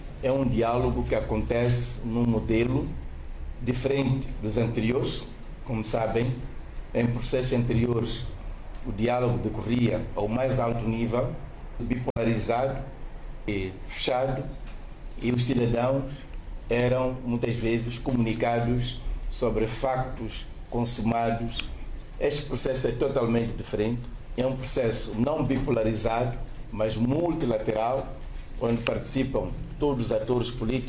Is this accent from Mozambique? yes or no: yes; Mozambique; todos nós, como moçambicanos